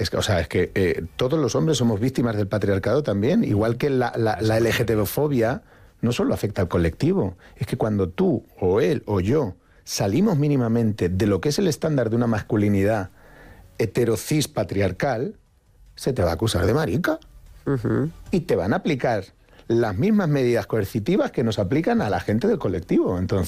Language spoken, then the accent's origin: Spanish; Getafe, Community of Madrid, Spain; born or raised there